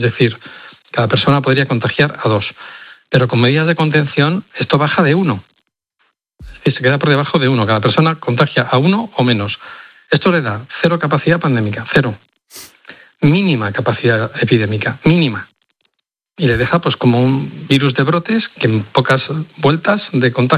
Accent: Madrid, Community of Madrid, Spain; now in Seville, Spain; porque aunque estoy en Sevilla soy madrileño, y mis padres viven al lado

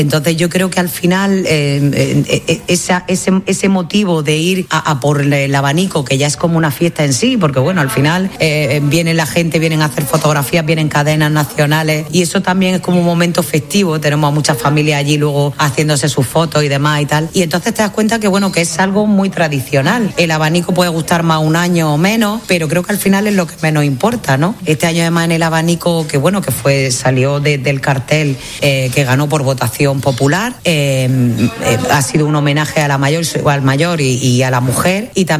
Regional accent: Almería, Andalusia, Spain; como somos el almeriense, ¿no? Muy disfrutona, que lo somos

